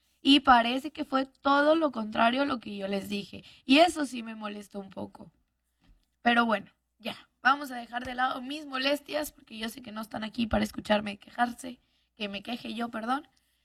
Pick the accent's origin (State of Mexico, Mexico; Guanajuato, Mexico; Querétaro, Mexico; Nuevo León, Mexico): Nuevo León, Mexico; Monterrey; acá estamos en el norte, soy norteña, soy regia.